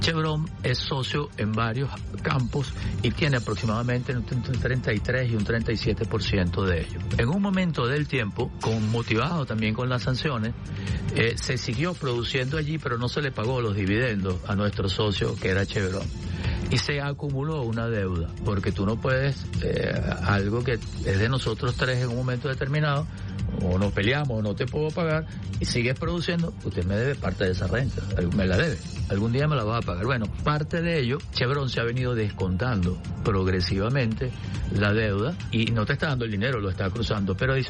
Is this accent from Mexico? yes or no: no; Venezuela; es que yo como venezolano lo siento en mi bolsillo.